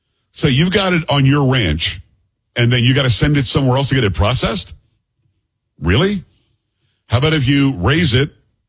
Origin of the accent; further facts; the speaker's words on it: Florida, United States; when I grew up in South Florida